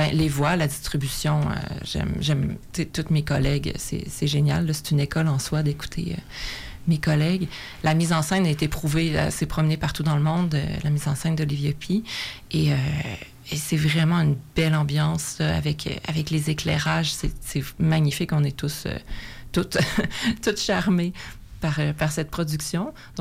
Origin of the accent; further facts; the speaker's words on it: Quebec, Canada; born there; Moi, je suis née au Lac-Saint-Jean.